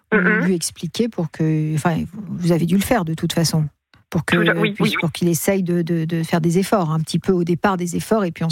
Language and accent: French; Hauts-de-France, France; moi je suis de Picardie, hein, donc forcément, on n'est pas très loin, on est limitrophe.